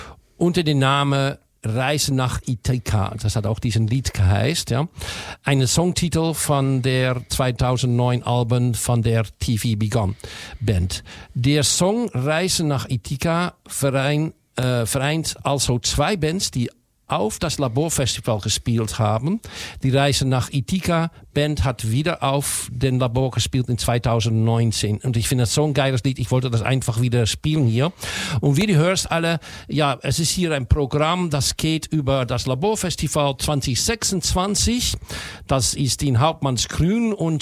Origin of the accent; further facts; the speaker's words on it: Amsterdam, North Holland, Netherlands; Ich bin aus Amsterdam